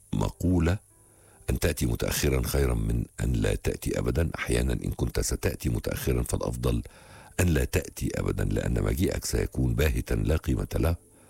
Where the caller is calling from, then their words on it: Mansoura, Dakahlia, Egypt; من المنصوره